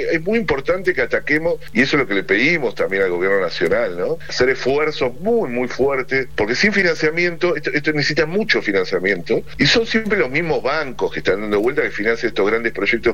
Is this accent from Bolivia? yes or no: no; Argentina; debemos como argentinos